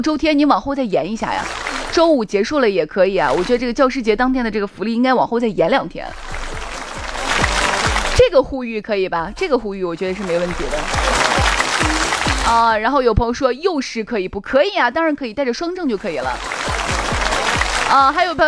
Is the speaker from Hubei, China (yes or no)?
no; Shaanxi, China; 我们陕西人，我是陕西人